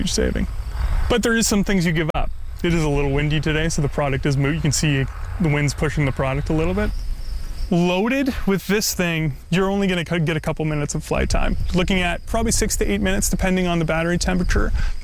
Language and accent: English; Morden, Manitoba, Canada; I'm from Morden, Manitoba here. We're just north of Morden. I'm a farmer here in southern Manitoba.